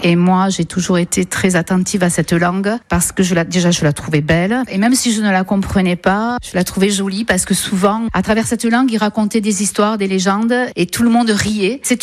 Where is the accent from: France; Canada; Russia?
France; Lannemezan, Occitanie; now in Saint-Martin-de-Seignanx, France; Je suis native des Hautes-Pyrénées, de Lannemezan plus exactement.